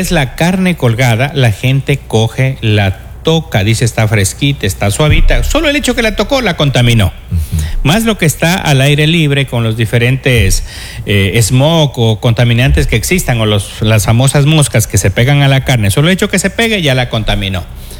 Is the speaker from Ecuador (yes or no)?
yes; Ecuador; eso es nuestra idiosincrasia como ecuatorianos.